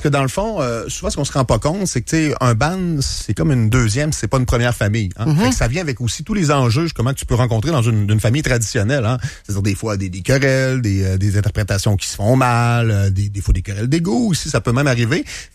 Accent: Rivière-du-Loup, Quebec, Canada; moved away as an adult; now in Quebec City, Canada; Après ça, je me suis envenu à Québec. Je suis déménagé parce que moi, je viens du Bas-Saint-Laurent, je viens de Rivière-du-Loup.

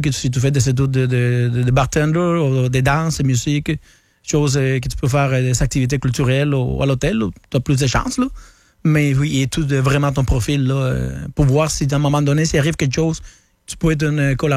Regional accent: Cuba; moved away as an adult; J'ai quitté Cuba en 2014. À peu près 30 ans, là. 30, 31 ans, là, j'ai vécu là-bas.

